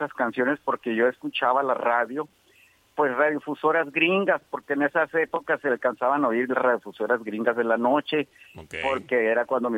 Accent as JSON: {"language": "Spanish", "town": "Los Mochis", "region": "Sinaloa", "country": "Mexico", "tie": "born or raised there", "said": "Nací, sí, aquí en Mochis."}